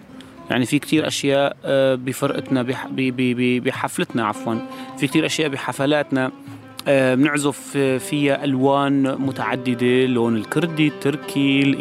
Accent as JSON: {"language": "Arabic", "town": "Aleppo", "region": "Aleppo Governorate", "country": "Syria", "moved": "yes", "lives_now": "Berlin, Germany", "said": "نحن عنا بحلب، نحن كمان من حلب"}